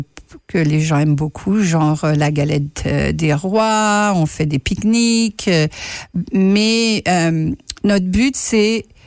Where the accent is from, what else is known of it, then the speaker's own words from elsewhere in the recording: France; now in Manitoba, Canada; quand on est Français et qu'on habite au Maine-et-Loire, moi, ça fait plus de 48 ans